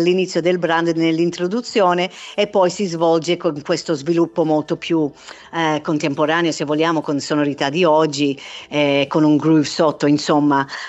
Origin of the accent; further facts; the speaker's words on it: Melbourne, Victoria, Australia; now in Italy; io sono nata artisticamente in Australia, a Melbourne.